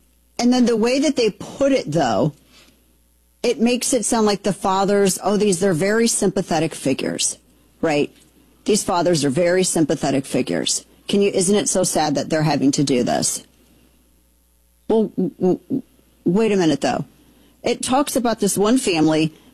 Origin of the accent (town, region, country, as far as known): Festus, Missouri, United States; born or raised there